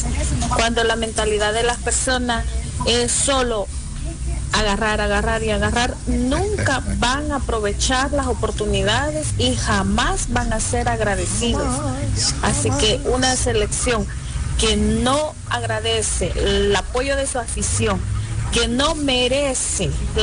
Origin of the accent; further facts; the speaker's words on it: El Salvador; son personas que no merecen estar ahí porque no nos representan como salvadoreños.